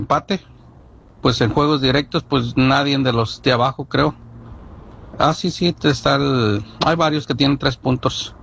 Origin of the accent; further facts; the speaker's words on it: Mexico; Aunque como hispanos o mexicanos, pues, referencia a la MX, pues no somos muy unidos.